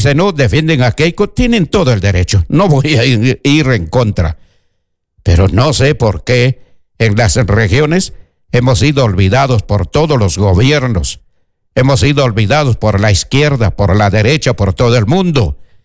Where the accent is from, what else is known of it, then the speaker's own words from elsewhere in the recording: Peru; como vivimos muy alejados de la capital